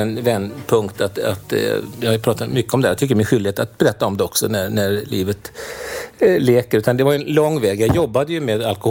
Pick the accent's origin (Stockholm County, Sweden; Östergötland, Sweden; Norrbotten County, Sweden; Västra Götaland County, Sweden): Stockholm County, Sweden; Stockholm; så växte jag upp då mitt i Stockholm.